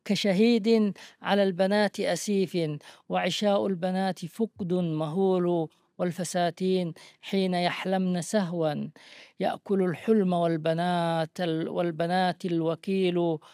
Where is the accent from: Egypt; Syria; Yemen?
Yemen; أنا كيمني الانتماء